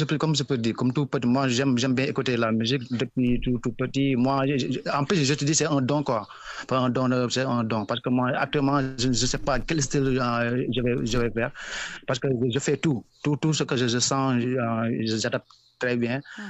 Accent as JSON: {"language": "French", "region": "Thiès", "country": "Senegal", "said": "Je suis un artiste, chanteur. Je peux dire reggae man, world music, quoi. Je suis de Thiès, Sénégal. En même temps, je suis un artiste handicapé."}